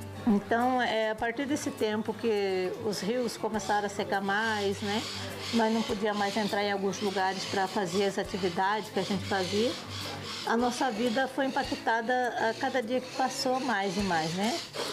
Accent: Pantanal, Brazil; Minha vida como pantaneira, a minha infância, eu tinha liberdade para me ir e vir, né, aonde eu queria.

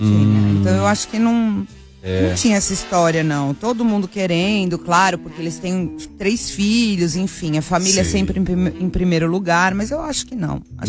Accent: Brazil; Somos brasileiros, com muito orgulho.

